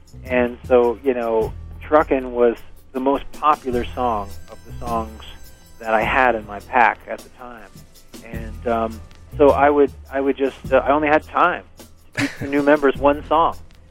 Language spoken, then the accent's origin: English; New Jersey, United States; moved away as an adult; now in San Francisco, United States; I'm originally from Jersey. I went to high school and college in New Jersey.